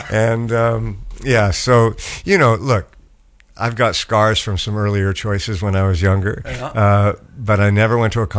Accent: Toronto, Ontario, Canada; So I grew up in Toronto, Canada

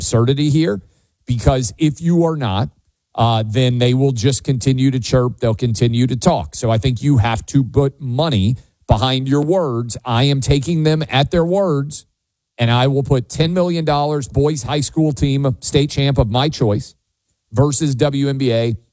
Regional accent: Nashville, Tennessee, United States; I will bring them to my hometown where I do this show from, Nashville, Tennessee.

